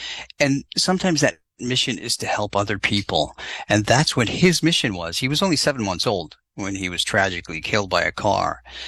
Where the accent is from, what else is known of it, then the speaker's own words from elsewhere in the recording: New England, United States; I grew up in New England